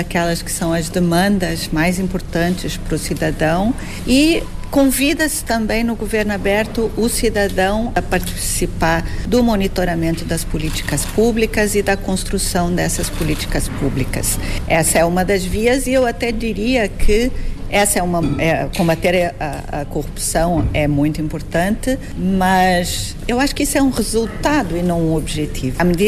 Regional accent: Brazil; eu venho do Brasil

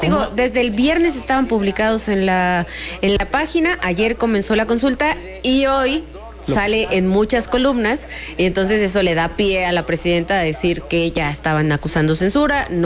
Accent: Chiapas, Mexico; tú que eres de Chihuahua, yo que soy de Chiapas, es que luego hay uno o dos vuelos.

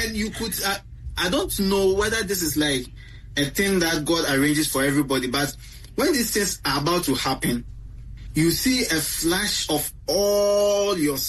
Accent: Ghana; Because there are some situations that you be in as a Ghanaian that you have no other way out than to take the motorbike.

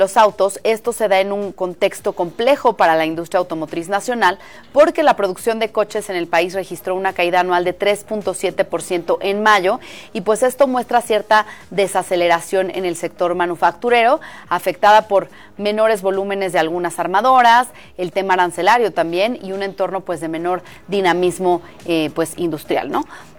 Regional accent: Mexico

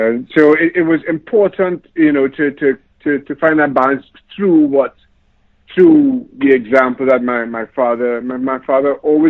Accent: Trinidad & Tobago; moved away as an adult; now in United States; We're an ethnic majority growing up in Trinidad and Tobago, as I did

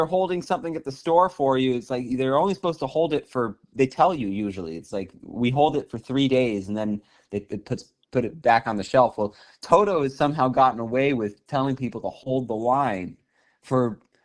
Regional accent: Santa Clarita, California, United States; we grew up together in Santa Clarita, and we played music together and all of that.

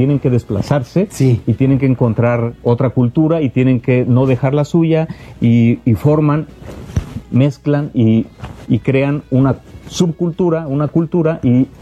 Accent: Mexico; Pues porque somos mexicanos.

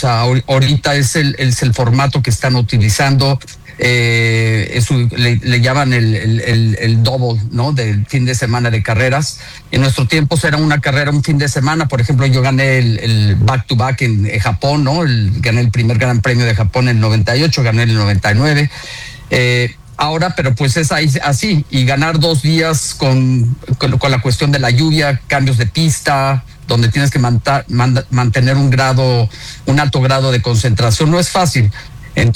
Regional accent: Mexico; now in Miami, United States; Me siento orgulloso como mexicano

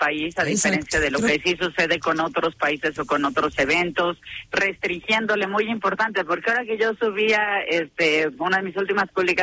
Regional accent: Mexico; que fue demostrar quiénes y cómo somos los mexicanos.

